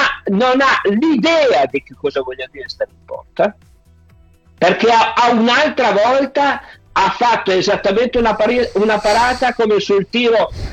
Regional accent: Turin, Piedmont, Italy; Io sono torinese e per me contano.

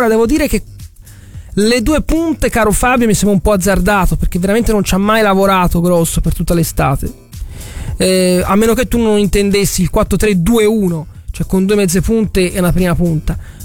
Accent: Florence, Tuscany, Italy; io sono fiorentino fino al midollo

